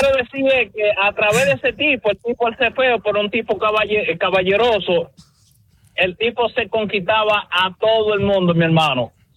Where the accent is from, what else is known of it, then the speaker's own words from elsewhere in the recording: Dominican Republic; yo crecí en un hogar muy humilde. Yo crecí con mis abuelos en República Dominicana.